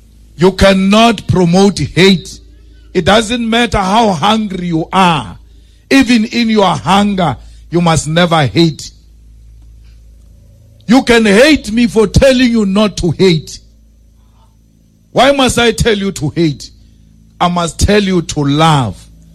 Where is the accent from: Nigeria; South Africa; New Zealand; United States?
South Africa; Limpopo; Some of us from Limpopo are going to be the biggest victims because we are dark.